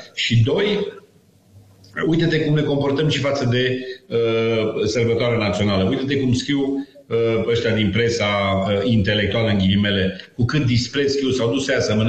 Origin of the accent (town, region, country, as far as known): Romania